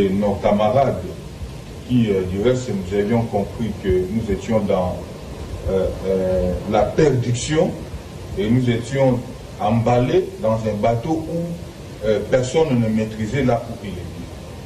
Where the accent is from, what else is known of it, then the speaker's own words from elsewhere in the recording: DR Congo; Et nous, en tant que Congolais de souche, Congolais de père et de mère, étant informés, nous nous sommes dit que nous n'avons pas peur pour parler au nom de notre pays.